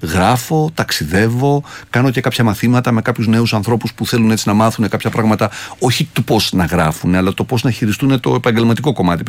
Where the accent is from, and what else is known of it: Trikala, Thessaly, Greece; born or raised there